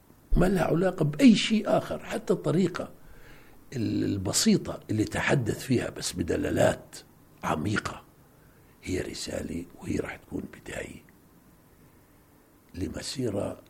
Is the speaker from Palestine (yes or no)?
yes; Palestine; كفلسطينيين في الوطن وفي الشتات